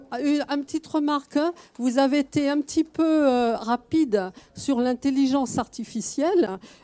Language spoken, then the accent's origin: French; Paris, Île-de-France, France; Je suis une immigrée, je viens de Paris 15e.